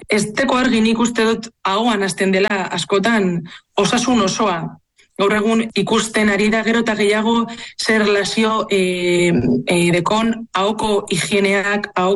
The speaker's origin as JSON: {"language": "Basque", "town": "Bilbao", "region": "Basque Country", "country": "Spain", "tie": "born there", "said": "eta Bilbon jaio nintzen, 1974. urtean."}